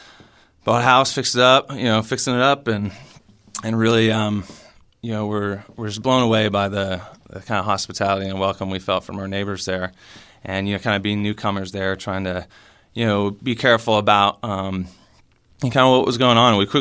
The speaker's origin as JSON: {"language": "English", "area": "Westmoreland County", "region": "Pennsylvania", "country": "United States", "tie": "born or raised there", "also_born_or_lived": "McKeesport, Pennsylvania", "said": "So I grew up, I was born in McKeesport, and I grew up out in Westmoreland County, actually, on a family farm my family's had since the Civil War."}